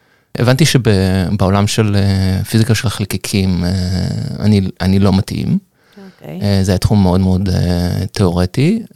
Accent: Holon, Tel Aviv District, Israel; גדלתי בחולון, היו בחינות לילדים כדי שהם יוכלו לעשות קורסים אחר הצהריים

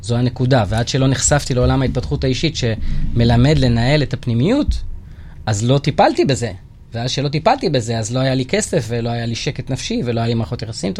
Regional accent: Tel Aviv-Yafo, Tel Aviv District, Israel; הרקע שלי הוא רקע שלא פשוט, גדלתי כבן בכור במשפחה קשת יום ביפו ג', שכונת מצוקה עם הרבה קשיים

